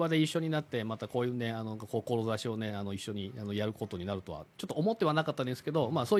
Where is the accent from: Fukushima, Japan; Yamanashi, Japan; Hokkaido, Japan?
Yamanashi, Japan; Doshi; ここ道志村で生まれ育って、うん、まあ、うん、この自然豊かな、はい、まあ、道志のこの清流とかもありますし